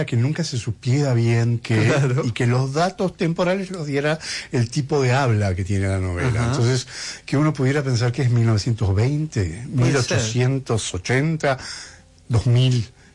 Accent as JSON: {"language": "Spanish", "region": "Buenos Aires", "country": "Argentina", "said": "Yo soy un escritor porteño, en Buenos Aires está el estuario ese, o sea que también es nuestro."}